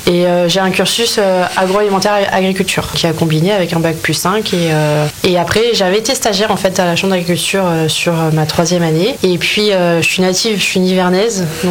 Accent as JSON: {"language": "French", "town": "Châteauneuf-Val-de-Bargis", "country": "France", "tie": "born or raised there", "said": "Et j'ai été j'ai grandi à la campagne, j'ai grandi à Châteauneuf-Val-de-Bergis notamment."}